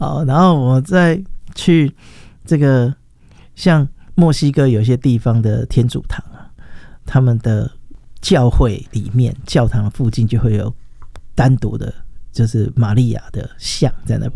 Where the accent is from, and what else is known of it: Taiwan